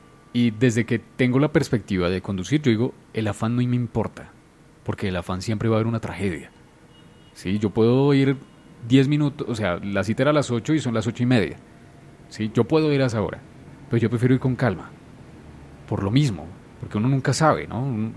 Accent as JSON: {"language": "Spanish", "town": "Bogotá", "region": "Bogotá Capital District", "country": "Colombia", "said": "Nosotros como bogotanos deberíamos también bajarle a eso."}